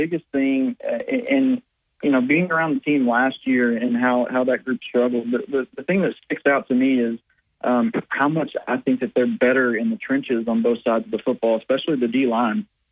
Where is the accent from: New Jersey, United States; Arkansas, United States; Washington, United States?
Arkansas, United States; Benton; I grew up in Benton, graduated from Benton.